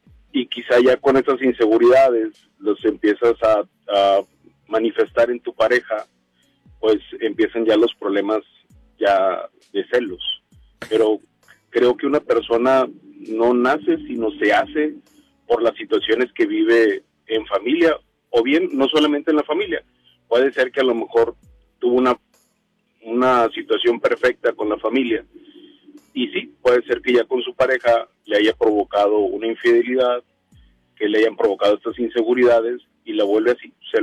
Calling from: Monterrey, Nuevo León, Mexico; De aquí, de Monterrey, de acá, del área de Cumbres, por acá, de este lado.

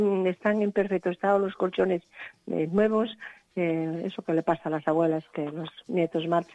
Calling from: Sanxenxo, Galicia, Spain; Estoy llamando ahora mismo desde Sanxenxo.

